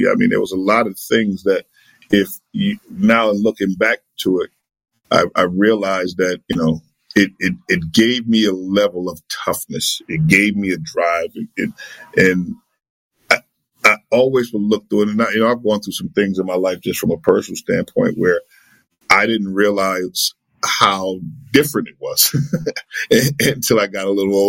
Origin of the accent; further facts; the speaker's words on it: New York City, New York, United States; growing up in the South Bronx